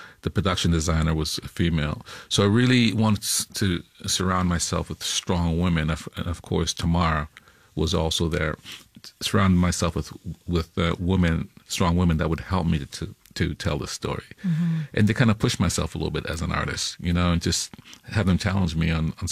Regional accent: Jamaica; born there

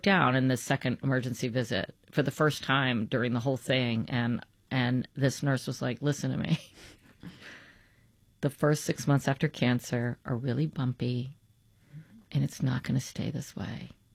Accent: the South, United States; And I am a Southerner, and people get all of our specific accents wrong so often.

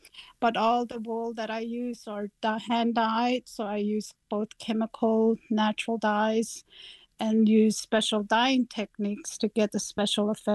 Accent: United States; I was raised on Navajo land, and pay attention to my surroundings, the colors.

